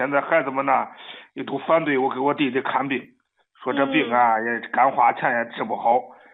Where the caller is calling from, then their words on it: Henan, China; 张老师，我是河南的，可算跟你通上话了。